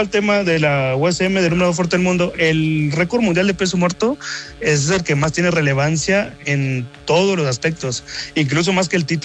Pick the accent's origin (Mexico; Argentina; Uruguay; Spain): Mexico; Ciudad Victoria, Tamaulipas; Pero yo soy originario de Tamaulipas.